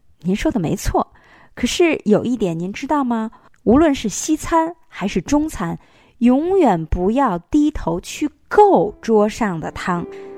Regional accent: China; 我们中国人

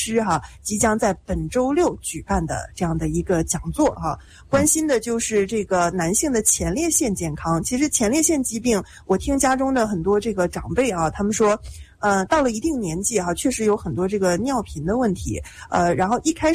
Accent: Northeast China, China; accent: Northeastern Mandarin (Dongbei); 这我们东北话啊

